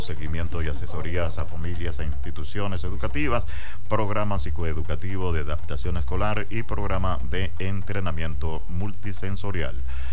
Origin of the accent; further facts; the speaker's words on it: Caripito, Monagas, Venezuela; de mi pueblo. Tenían que ser de Caripito